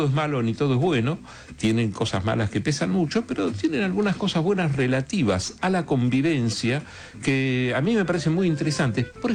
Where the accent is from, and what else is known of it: Argentina